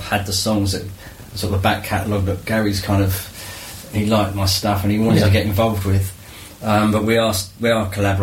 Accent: Beckenham, London, United Kingdom; born there; moved away as an adult; now in Tunbridge area, United Kingdom; we grew up in the Beckenham area. So, I moved there when I was about nearly seven, sort of Christmas 71.

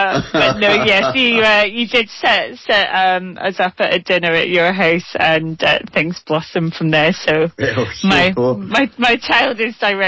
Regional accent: Cardiff, Wales, United Kingdom; born there; now in Glasgow, United Kingdom

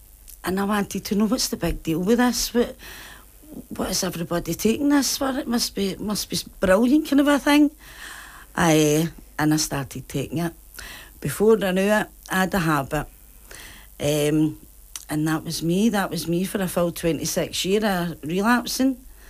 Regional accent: Glasgow, Scotland, United Kingdom; brought up in a wee place called Common Head in Easterhouse.

